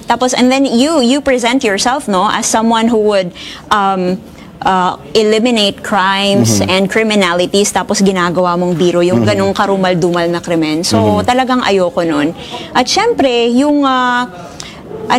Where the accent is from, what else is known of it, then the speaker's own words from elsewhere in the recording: Visayas, Philippines; Kaya nga nakakagalit sa akin bilang Bisaya.